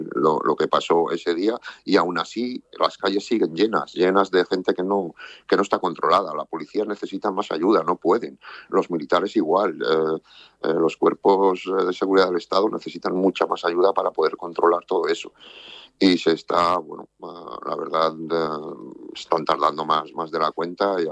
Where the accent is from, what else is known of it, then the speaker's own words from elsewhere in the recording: Ceuta, Spain; nos lo estamos comiendo los ceutíes y no nos lo merecemos, no nos merecemos. Nosotros somos tan españoles como cualquiera en la península.